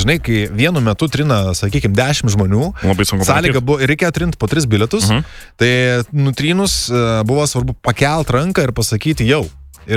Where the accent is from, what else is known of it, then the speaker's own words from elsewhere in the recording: Šilalė, Tauragė County, Lithuania; Aš iš Šilalės